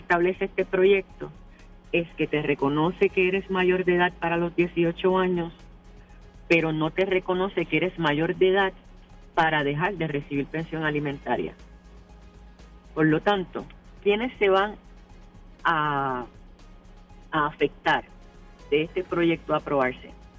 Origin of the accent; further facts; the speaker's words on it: Puerto Rico; por nosotros ser un territorio no incorporado, a pesar de que seamos ciudadanos americanos